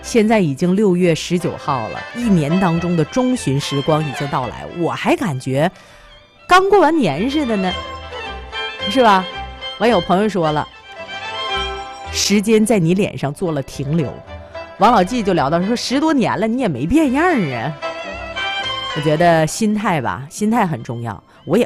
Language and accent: Chinese; Liaoning, China; 我作为一个土生土长的西方人